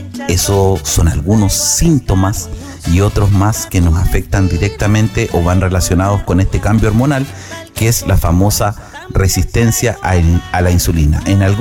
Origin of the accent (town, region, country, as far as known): Chile